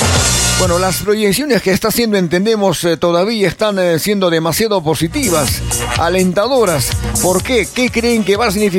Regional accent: Peru; en este país nuestro, en este Perú nuestro.

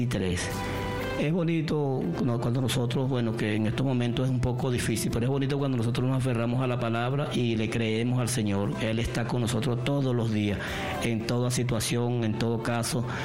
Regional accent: Venezuela; estamos esperando también ese gran aporte como venezolanos

